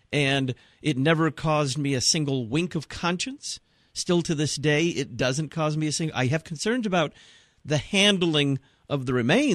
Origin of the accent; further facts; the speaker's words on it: Dallas, Texas, United States; moved away as an adult; also born or lived in Nebraska; I grew up in the Bible Belt in Dallas, Texas.